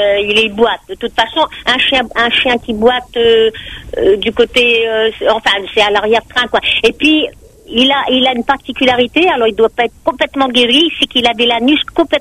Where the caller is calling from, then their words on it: Saint-Paul, Réunion; Moi, j'habite à Stella, du côté de comment on appelle ça, de rue Cassiopée.